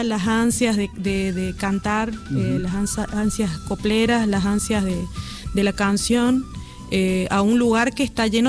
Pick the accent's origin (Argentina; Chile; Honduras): Argentina; Catamarca; hecho, mi pueblo es tan pequeño que si bien no tiene radio, la radio está en Sau Gil, que queda a 12 kilómetros, que es la cabecera departamental del departamento Pomán. En mi pueblo todavía, en el club del pueblo, hay un altavoz.